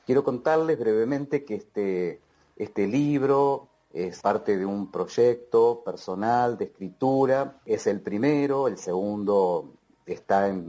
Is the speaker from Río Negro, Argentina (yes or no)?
no; Concepción del Uruguay, Entre Ríos, Argentina; now in Colón, Argentina; por todos los que crecimos en Concepción del Uruguay